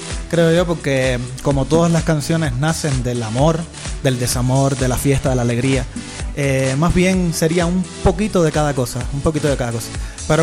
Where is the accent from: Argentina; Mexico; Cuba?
Cuba; accent: Cuban; now in Ecuador; Primeramente decir que soy cubano, como todos están escuchando, el tono de voz es bien diferente.